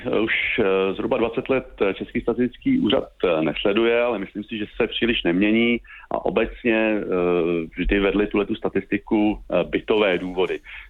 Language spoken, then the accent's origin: Czech; Prague, Czechia; stěhoval jsem se z Pražských Košíř, pak poměrně dlouho jsem bydlel na Novodvorské, 7 let vlastně na Vinohradech a teď jsem tady vlastně za Prahou